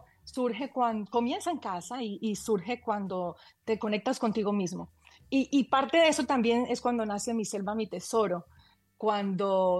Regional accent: Caquetá, Colombia; now in United States; Yo soy colombiana, caqueteña, amazónica también, como dicen, pero vivo aquí en Estados Unidos hace varios años.

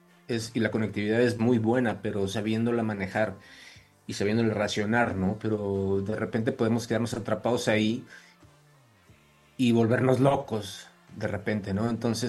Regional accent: northern Mexico, Mexico; now in Mexico City, Mexico; llegué a la Ciudad de México en el año 2000, yo soy del norte de la República Mexicana

